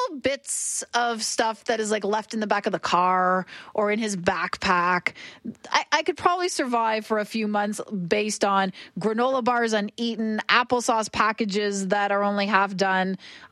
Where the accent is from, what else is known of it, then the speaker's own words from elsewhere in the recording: Ontario, Canada; I'm from Ontario. I grew up through the infamous ice storm of Eastern Ontario of 1998.